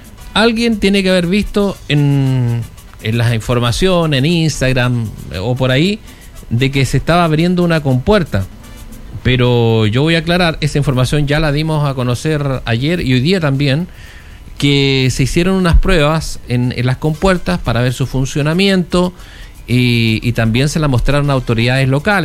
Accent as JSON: {"language": "Spanish", "town": "Ovalle", "region": "Coquimbo", "country": "Chile", "said": "yo soy de Ovalle también"}